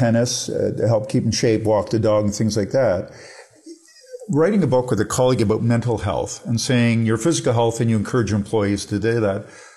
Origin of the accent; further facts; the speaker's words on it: Toronto, Ontario, Canada; yeah, when I grew up in Toronto many years ago, north of Steeles were farms.